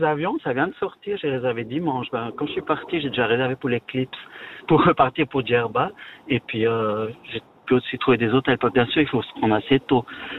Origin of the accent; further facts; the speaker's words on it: Valais, Switzerland; Oui, alors je vous appelle. Donc je suis valaisan, encore.